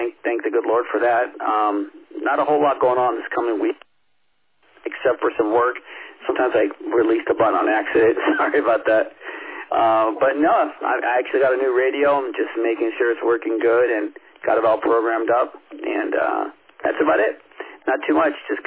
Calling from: San Diego, California, United States; I'm from San Diego

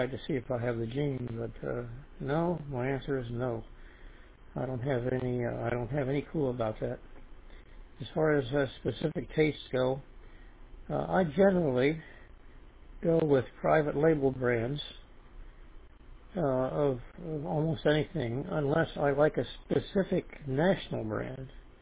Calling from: Florida, United States; from South Florida

